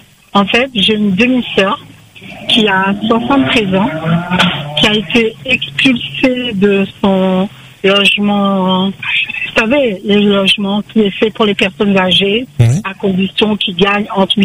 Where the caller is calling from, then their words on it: Saint-Leu, Réunion; J'habite à Saint-Leu.